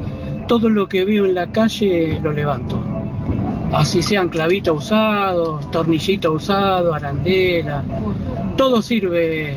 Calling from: Virrey del Pino, Buenos Aires Province, Argentina; de Virrey del Pino

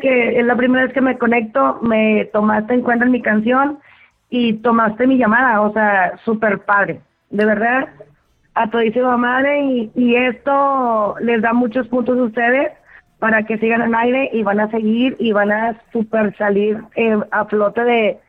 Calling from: Monterrey, Nuevo León, Mexico; yo soy de Monterrey

